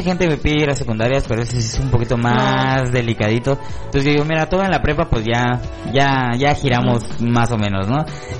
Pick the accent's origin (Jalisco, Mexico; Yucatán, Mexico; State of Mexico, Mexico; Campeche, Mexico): State of Mexico, Mexico; Lerma; Pues yo vengo de Lerma